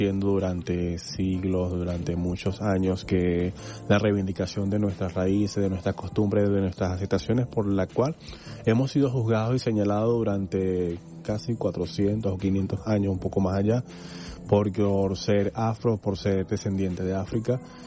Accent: Venezuela; como venezolano, en creer en este país

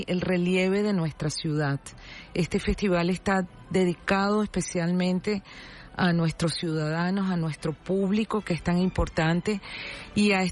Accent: Caracas, Capital District, Venezuela; como venezolanos, como caraqueños

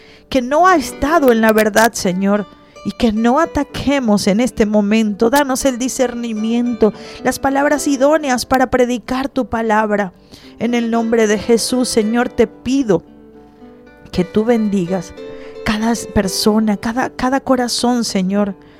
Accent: Venezuela; a nosotros como nación y como venezolanos

